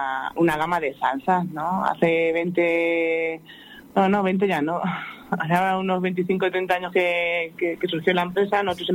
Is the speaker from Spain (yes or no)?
yes; Castilla-La Mancha, Spain; somos Castilla-La Mancha